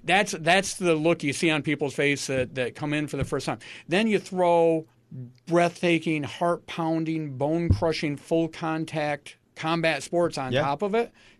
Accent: Watertown, New York, United States; I'm from Watertown originally. This is my hometown.

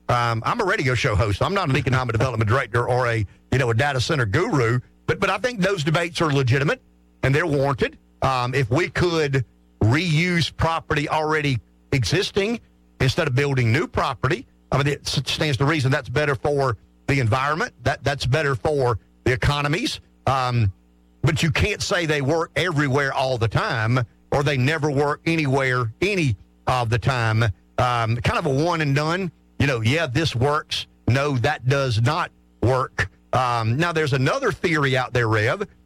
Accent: Pamplico, South Carolina, United States; I mean, I'm from Pamplico. You know, it breaks my heart when I ride by there, and it's unoccupied and has been for years

